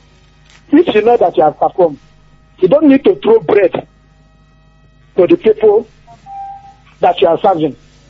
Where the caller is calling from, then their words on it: Ibadan, Oyo, Nigeria; I'm calling from Ibadan here.